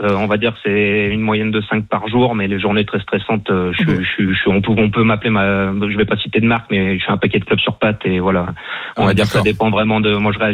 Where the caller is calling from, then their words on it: Lyon, Auvergne-Rhône-Alpes, France; Moi, je suis fumeur, pour vous donner un exemple. Donc, je suis sur Lyon.